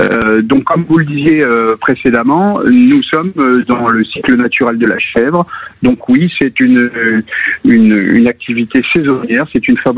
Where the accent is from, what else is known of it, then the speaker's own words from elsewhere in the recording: Lyon, Auvergne-Rhône-Alpes, France; je suis lyonnais d'origine, vous voyez, là, j'ai connu la gavotte de Condrieu avant même de connaître la brousse du Rove.